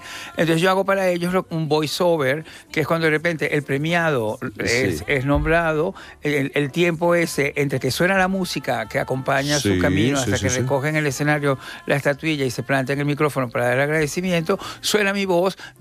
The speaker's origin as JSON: {"language": "Spanish", "country": "Venezuela", "said": "Pues los dos somos venezolanos y nos conocemos"}